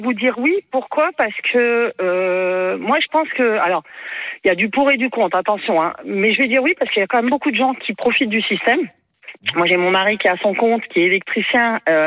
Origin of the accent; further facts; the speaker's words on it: France; Et pourtant, je suis française, hein.